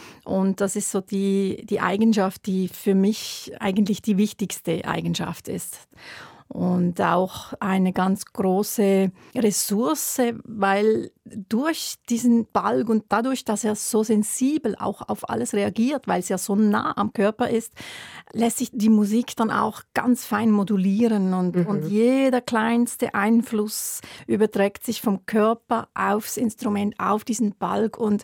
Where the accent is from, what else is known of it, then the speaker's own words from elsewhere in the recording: Wollerau, Schwyz, Switzerland; ich bin in Wollerau im Kanton Schwyz in einem kleinen Dorf aufgewachsen. Da gab es eine große Tradition von Ländlerstubeten, von Akkordeonorchestern.